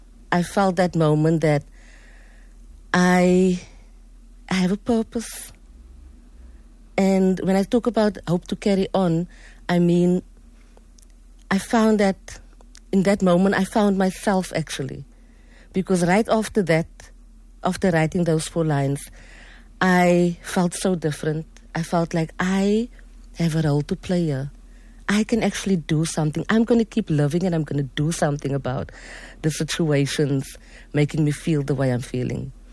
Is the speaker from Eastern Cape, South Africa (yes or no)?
no; Mitchell's Plain, Western Cape, South Africa; And growing up in Mitchell's Plain and having to deal with the social ills and then the station strangler. And just, I grew up in that era.